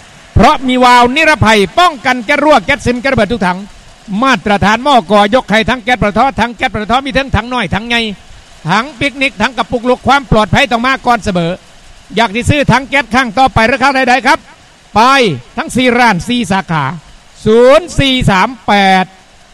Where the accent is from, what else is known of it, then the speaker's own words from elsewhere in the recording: Kalasin, Thailand; อยู่กาฬสินธุ์อยู่บ้านเกิดเมืองนอนของ